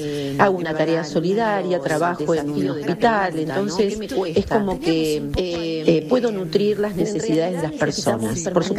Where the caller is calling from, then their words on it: Buenos Aires, Argentina; de Parque Avellaneda.